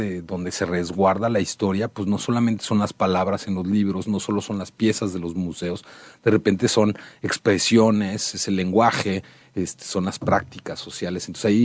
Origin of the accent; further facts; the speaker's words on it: State of Mexico, Mexico; also born or lived in Guadalajara; now in Monterrey, Mexico; Yo soy del centro, soy del Estado de México, pero bueno, ya he vivido en varios lugares. Y sobre todo en Guadalajara y ahora acá en Monterrey.